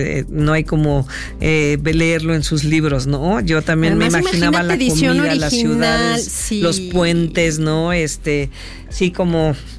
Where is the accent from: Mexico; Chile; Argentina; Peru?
Mexico; somos los mexicanos